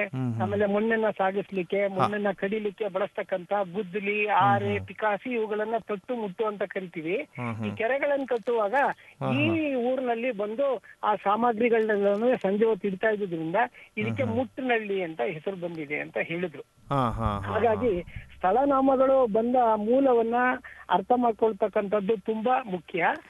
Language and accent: Kannada; Mandya district, Karnataka, India; now in Mysore, India; ನಾನು ಮೂಲತಃ ಮಂಡ್ಯ ಜಿಲ್ಲೆಗೆ ಸೇರಿದವನು, ಆದ್ರೆ ಮೈಸೂರಿನಲ್ಲೇ ಒಂದು 33 ವರ್ಷಗಳಿಂದ ವಾಸ ಇದ್ದೇನೆ. ನಮ್ಮೂರಿನ ಬಳಿ ಮದ್ದೂರು ತಾಲೂಕಿನಲ್ಲಿ ಚಿಕ್ಕ ಅರಸಿನ ಕೆರೆ, ದೊಡ್ಡ ಅರಸಿನ ಕೆರೆ ಅಂತ ಎರಡು ಗ್ರಾಮಗಳು ಉಂಟು.